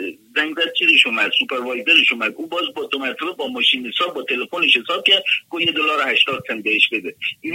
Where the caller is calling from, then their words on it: Las Vegas, Nevada, United States; تو شهر خودمون، تو همین لاتویگار